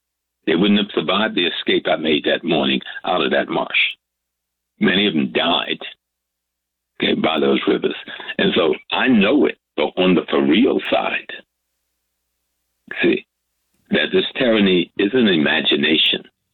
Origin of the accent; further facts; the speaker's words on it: the South, United States; I grew up in the South. I suffered from that terror.